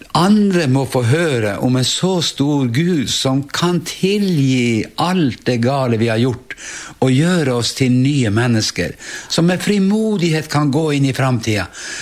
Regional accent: Vestre Jakobselv, Finnmark, Norway; Jeg kommer ifra Finnmark, nærmeste byen Vadsø og bygda i Vestre Jakobselv. Og vår slekt kommer fra Finland og var blant de første som innflyttet til den bygda da.

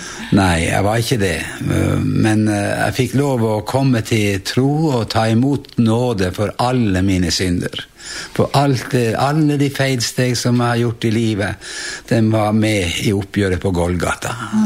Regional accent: Vestre Jakobselv, Finnmark, Norway; Jeg kommer ifra Finnmark, nærmeste byen er Vadsø, og bygda er Vestre Jakobselv.

